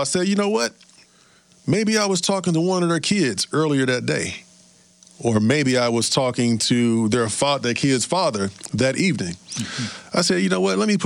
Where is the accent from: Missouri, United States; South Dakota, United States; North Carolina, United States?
Missouri, United States; St. Louis; I grew up in Walnut Park, born and raised